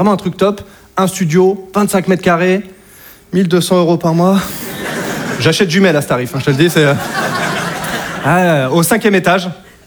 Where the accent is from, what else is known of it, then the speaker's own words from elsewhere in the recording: Hauts-de-France, France; parce que chez moi, en Picardie, voilà, entre voisins, franchement, il y a une bonne ambiance.